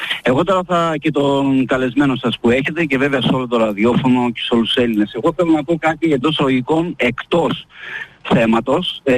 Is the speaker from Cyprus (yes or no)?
no; Germany; εγώ βασικά μεγάλωσα στη Γερμανία.